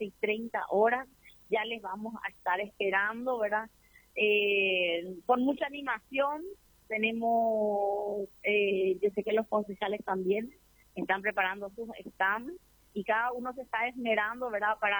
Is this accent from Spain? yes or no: no; Paraguay; lo que nos caracteriza como paraguayos